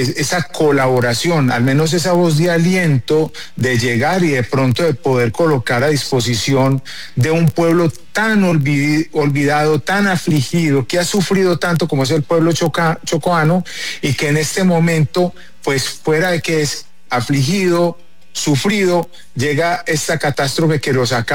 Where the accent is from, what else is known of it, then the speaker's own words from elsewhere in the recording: Colombia; como ser humano, como colombiano, lo toca, le duele, le revienta el corazón